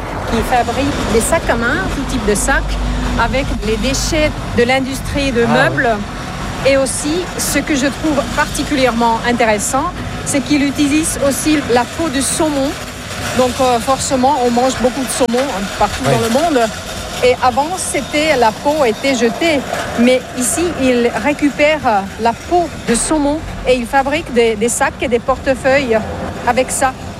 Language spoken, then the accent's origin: French; Turku, Southwest Finland, Finland; Non, je viens de Turku.